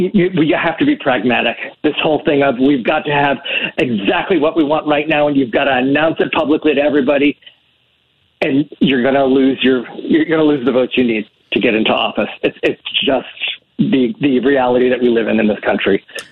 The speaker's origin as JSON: {"language": "English", "region": "East Coast", "country": "United States", "tie": "born or raised there", "moved": "yes", "lives_now": "Chicago, United States", "said": "60-year-old white gay man, voted Democrat virtually his whole life, grew up in the East Coast, recovered Catholic"}